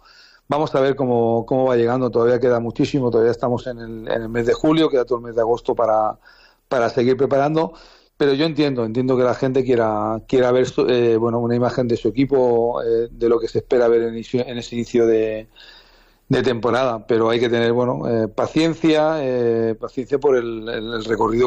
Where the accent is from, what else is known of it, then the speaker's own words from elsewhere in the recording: Valencia, Valencian Community, Spain; No nos queda nada más que, bueno, los que somos de Valencia, los que sufrimos con él, pues apoyar al equipo